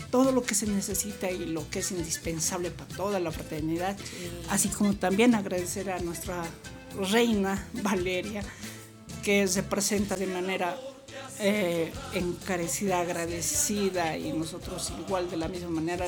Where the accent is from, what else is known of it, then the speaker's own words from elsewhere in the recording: Bolivia; Disfrutemos como bolivianos